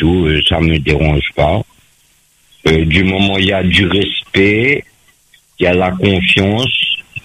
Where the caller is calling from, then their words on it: Les Avirons, Réunion; J'habite dans la commune des Avirons.